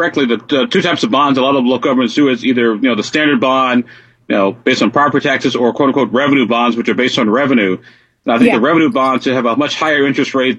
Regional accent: Illinois, United States; born or raised there

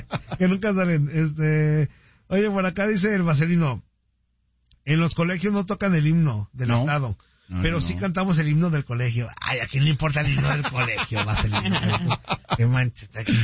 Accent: Jalisco, Mexico; soy muy mal jalisciense

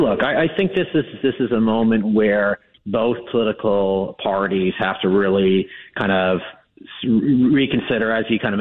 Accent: United States; as an American citizen

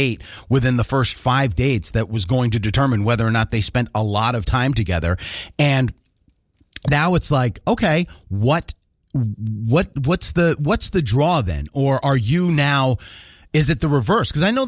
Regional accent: New York, United States; moved away; for us growing up in New York

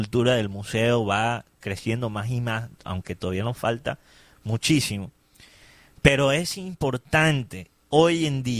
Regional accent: Barranquilla, Atlántico, Colombia; somos barranquilleros

